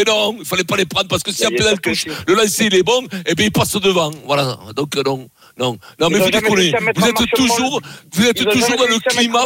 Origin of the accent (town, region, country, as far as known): Gaillac, Occitanie, France